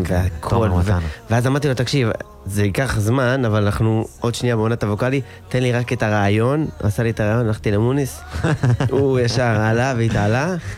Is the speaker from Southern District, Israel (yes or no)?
yes; Netivot, Southern District, Israel; born or raised there